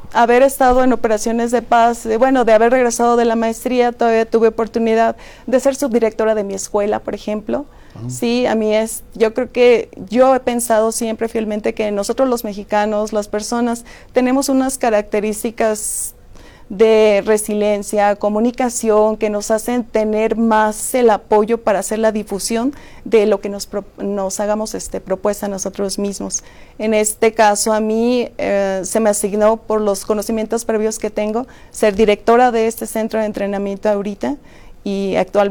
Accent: Irapuato, Guanajuato, Mexico; soy de Irapuato, Guanajuato, no muy lejos, pero mis padres son de una condición humilde.

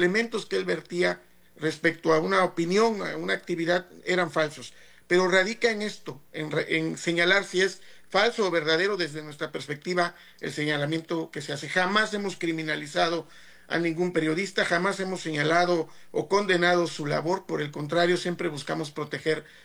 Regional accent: Oaxaca, Mexico; a quien conozco de muchos años, somos oaxaqueños

